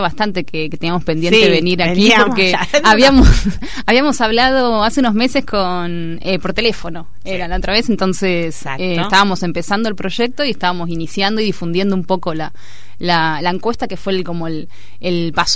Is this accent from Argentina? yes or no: yes; Argentina; now in Barcelona, Spain; las tres participantes de la Torti más activas somos de Argentina, entonces también estamos en un territorio que estamos en España, nos movemos en Barcelona